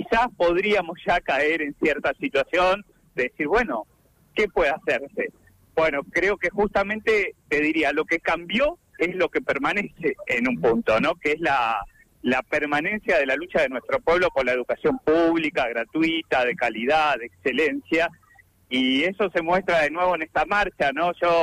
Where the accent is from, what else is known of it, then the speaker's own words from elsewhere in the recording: Trelew, Chubut, Argentina; somos de Trelew, caminamos los barrios